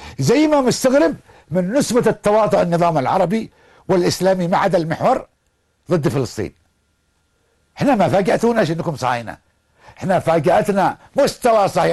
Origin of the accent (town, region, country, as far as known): Yemen